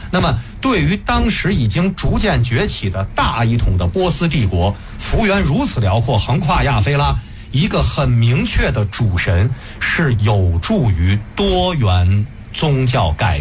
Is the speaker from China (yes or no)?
yes; China; 我们中国人